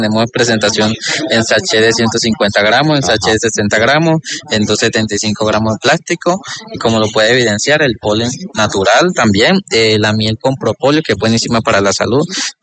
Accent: El Bagre, Antioquia, Colombia; yo vengo del municipio del Bagre, Antioquia, Bajo Cauca antioqueño

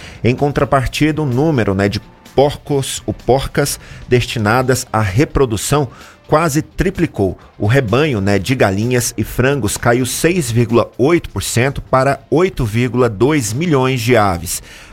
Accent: Goiás, Brazil; now in Federal District, Brazil; Porque eu sou do estado de Goiás, né?

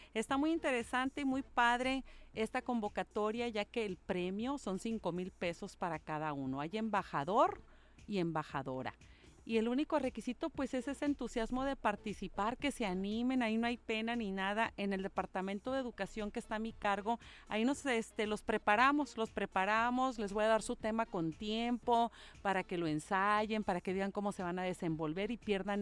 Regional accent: Mexico; now in Ensenada, Mexico; como mexicanos que somos

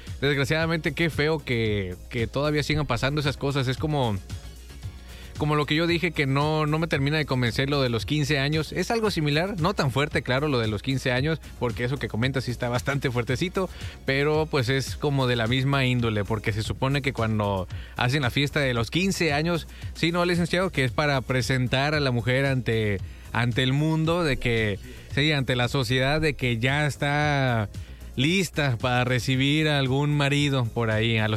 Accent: Guadalajara, Jalisco, Mexico; yo vengo de la ciudad de Guadalajara

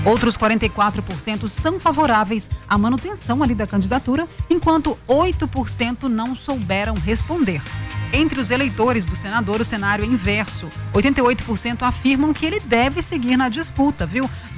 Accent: Patrocínio, Minas Gerais, Brazil; lá na minha terra, viu, gente? Para quem não sabe, eu sou de Patrocínio, que fica perto de Uberlândia, Uberaba, bom demais.

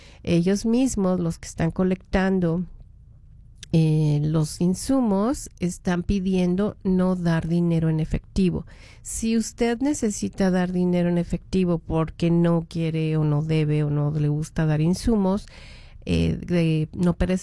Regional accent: Mexico; moved away; Las personas que somos de México

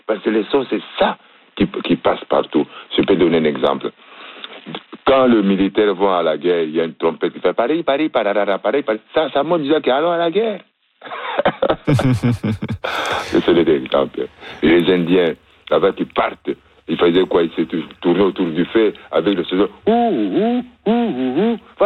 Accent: Germany; en revenant de l'Europe, où j'ai grandi en Allemagne, à l'époque de Mur de Berlin

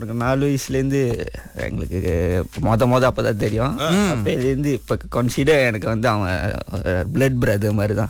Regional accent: Kerala, India; பிறந்து வளர்ந்தது வந்து சம்பிங் கேரள. இப்ப வந்து கரண்ட்லி சந்தூர்ல

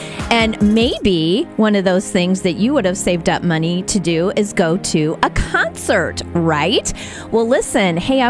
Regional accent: Metamora, United States; even though I grew up in Metamora next to a cornfield.

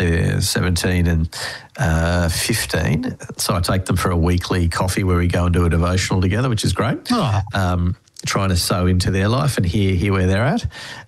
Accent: Sydney, New South Wales, Australia; Sydney. So I grew up in Sydney, and so I went to the went to an all boys school, but then went to the local Anglican church just down the road

